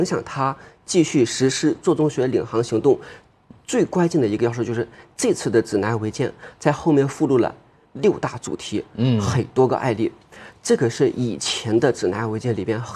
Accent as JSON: {"language": "Chinese", "region": "Shanxi", "country": "China", "tie": "born or raised there", "moved": "yes", "said": "山西省，哎，某个县，就是我老家某个县"}